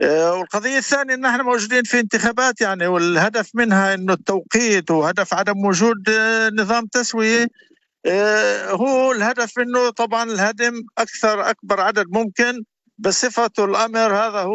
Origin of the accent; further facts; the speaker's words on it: Israel; كمجتمع عربي بأكمله من النقب للجليل